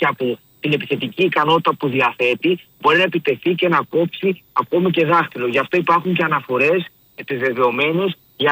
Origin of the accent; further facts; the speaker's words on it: Central Greece, Greece; επειδή είμαι από την Εύβοια